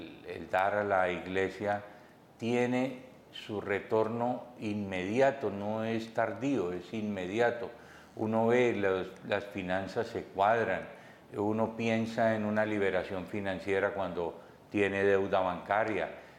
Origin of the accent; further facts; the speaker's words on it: Cúcuta, Norte de Santander, Colombia; also born or lived in Santander, Colombia; una persona nacida en Santander del Sur, desde muy pequeño radicado en Cúcuta. Soy más ciudadano de Cúcuta.